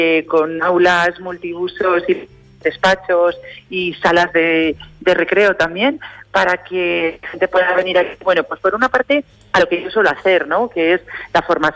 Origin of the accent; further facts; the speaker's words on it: Rillo, Aragon, Spain; qué mejor que poder llevarlo a mi pueblo, ¿no? A Rillo, que soy de aquí, pues poder hacerlo aquí.